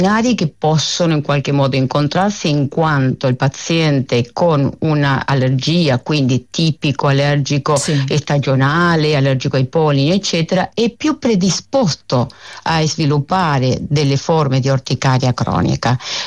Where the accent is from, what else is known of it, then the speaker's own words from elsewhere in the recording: Argentina; now in Italy; Sono, diciamo, argentina, sono nata e cresciuta in Argentina, ma sono nipote di italiani